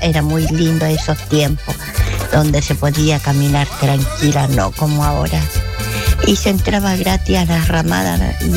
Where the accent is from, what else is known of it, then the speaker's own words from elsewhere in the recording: Talcahuano, Biobío, Chile; cuando yo era niña, o sea, sí, cuando era niña, aquí en Talcahuano